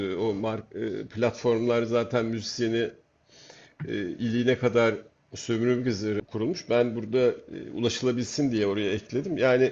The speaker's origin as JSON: {"language": "Turkish", "region": "Rumelia", "country": "Turkey", "said": "Ben Rumeliyim. Neden? Çünkü ben bu ülkenin insanıyım. Yani buradan bakınca orası Rumeli oluyor. Yani benim bağlamım bu. Balkan değilim ben yani. Türk vatandaşıyım. Hatta da Türk'üm yani."}